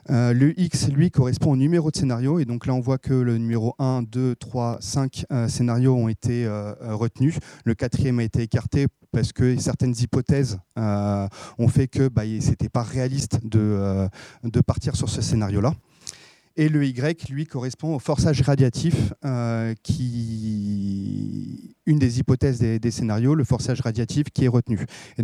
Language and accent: French; France